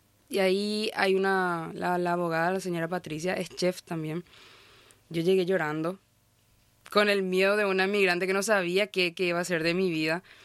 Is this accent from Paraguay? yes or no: yes; Paraguay; now in Brazil; una caña paraguaya, que representaba mi tierra